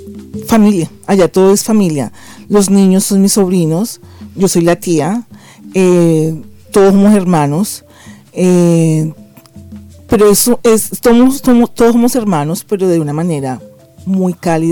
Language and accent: Spanish; Bogotá, Colombia; cuando uno ha vivido en Bogotá, cuando yo nací y crecí en Bogotá